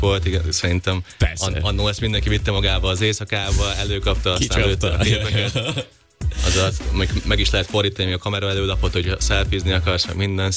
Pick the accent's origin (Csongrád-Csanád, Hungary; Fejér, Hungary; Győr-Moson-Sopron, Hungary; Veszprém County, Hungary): Győr-Moson-Sopron, Hungary; mert egy helyről származunk, szóval ő is Sopron környéki